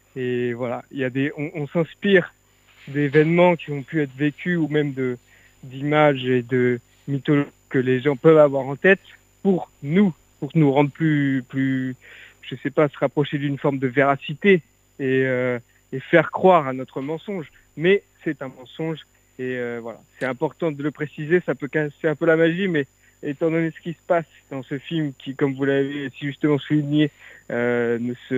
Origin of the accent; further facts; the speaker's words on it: Centre-Val de Loire, France; je suis Tourangeau, donc je viens de Touraine, exactement.